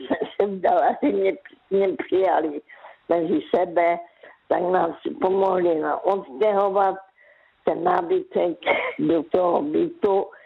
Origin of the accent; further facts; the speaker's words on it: Karolinka, Zlín Region, Czechia; now in Zlín, Czechia; já pocházím z Karolínky, tak tam jsem pracovala v kartonáři ve sklárně